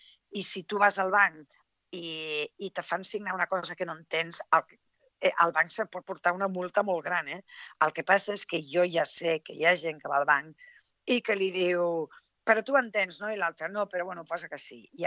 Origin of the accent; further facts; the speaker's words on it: Tarragona, Catalonia, Spain; also born or lived in Morella; Jo soc de Tarragona, meitat de Tarragona, meitat de Morella, i Tarragona sembla una ciutat més gran, no?